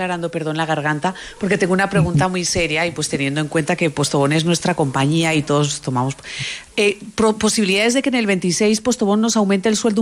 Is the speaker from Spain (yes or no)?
yes; Spain; now in Medellín, Colombia; Yo como española no clasifico